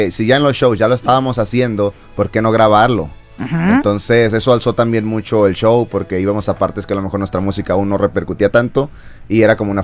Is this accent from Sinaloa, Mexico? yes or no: yes; Los Mochis, Sinaloa, Mexico; De Los Mochis, Sinaloa.